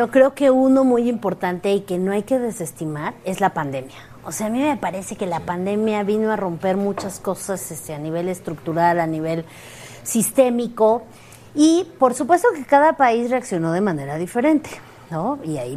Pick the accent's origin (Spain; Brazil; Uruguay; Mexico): Mexico